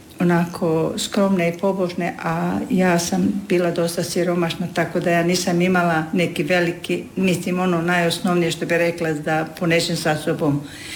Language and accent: Croatian; Virovitica, Virovitica-Podravina County, Croatia; Pa kad sam bila još kao curica, bile su kod nas u Franjevke u Virovitici